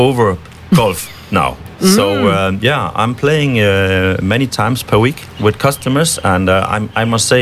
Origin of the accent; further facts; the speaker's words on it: Denmark; moved away as an adult; now in Hua Hin, Thailand; So, I'm from Denmark. Mm-hmm. I've been living in Hua Hin for nearly 4 years.